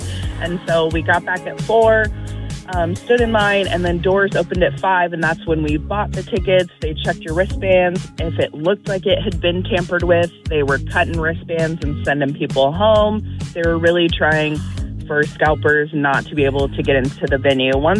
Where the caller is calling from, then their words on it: Champaign, Illinois, United States; I am currently in Champaign, headed to work.